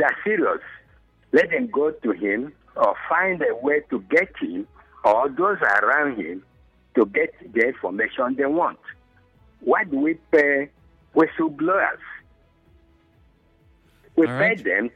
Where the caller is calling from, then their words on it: Omuma, Rivers, Nigeria; I'm calling from Omuma.